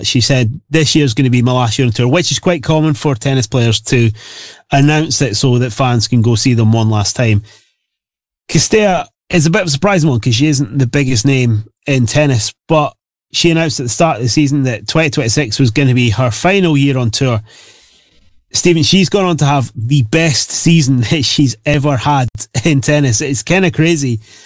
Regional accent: Scotland, United Kingdom; as a Scot

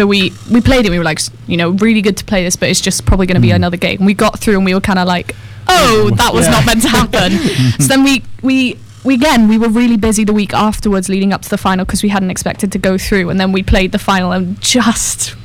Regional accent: Swansea, Wales, United Kingdom; I'm from Swansea, so I love the Bunkhouse.

